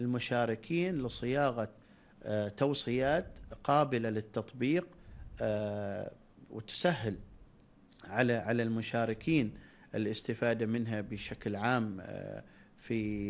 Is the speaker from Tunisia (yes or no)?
no; Oman; موجود عندنا في سلطنة عمان